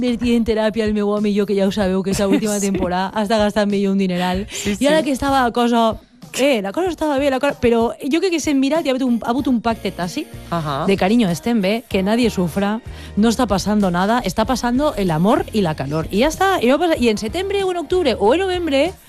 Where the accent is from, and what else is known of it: Ontinyent, Valencian Community, Spain; born or raised there